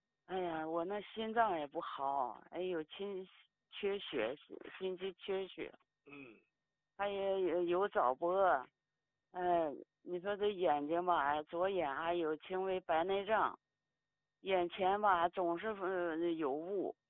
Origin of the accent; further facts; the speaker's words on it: Hebei, China; 哎，常老师，我是河北的。